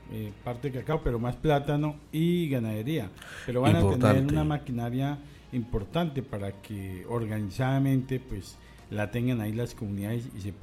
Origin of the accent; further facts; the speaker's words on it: Colombia; todos somos colombianos y colombianas.